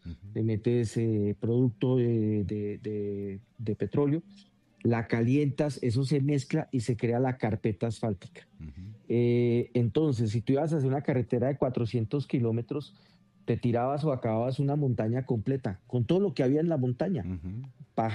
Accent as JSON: {"language": "Spanish", "country": "Colombia", "said": "la terrible tragedia que tuvimos con el terremoto ahorita para nosotros como colombianos."}